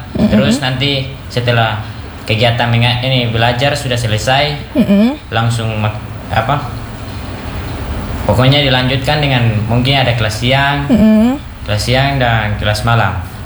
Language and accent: Indonesian; Meos Mansar District, Southwest Papua, Indonesia; Asli saya berasal dari Kampung Sawingrai di Distrik Meos Mansa.